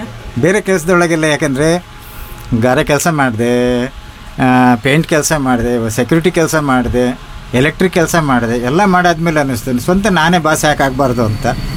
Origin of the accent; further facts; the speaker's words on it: Shivamogga, Karnataka, India; ಇಲ್ಲೇ ಶಿವಮೊಗ್ಗದಲ್ಲೇ ನಾನು ಹುಟ್ಟಿದ್ದು. ನನ್ನ ವಿದ್ಯಾಭ್ಯಾಸ ಎಲ್ಲ ಶಿವಮೊಗ್ಗನೇ